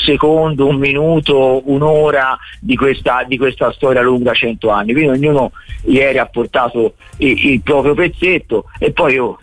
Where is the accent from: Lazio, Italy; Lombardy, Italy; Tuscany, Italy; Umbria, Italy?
Tuscany, Italy; Florence; sono da fiorentino